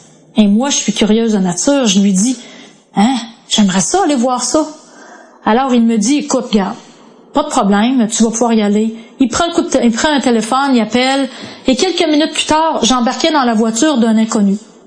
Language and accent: French; Quebec City, Quebec, Canada; born there; Moi, je suis née à Québec, dans une famille assez à l'aise, composée de 3 enfants.